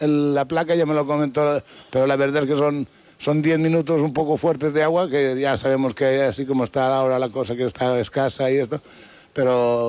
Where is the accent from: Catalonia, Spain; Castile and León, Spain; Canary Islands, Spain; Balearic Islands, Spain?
Balearic Islands, Spain; Mahón; nosotros hace 63 años que estamos aquí en el pueblo y yo nací ya aquí en Mahón y tal. Y la verdad es que me considero menorquín y de Villacarlos hasta la médula.